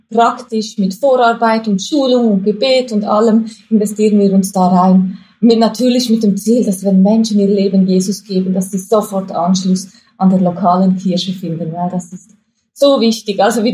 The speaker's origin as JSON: {"language": "German", "country": "Switzerland", "accent": "Swiss German", "moved": "as an adult", "lives_now": "Hamburg, Germany", "said": "Ist mein Schweizerdeutsch, Hochdeutsch so ein bisschen geblieben"}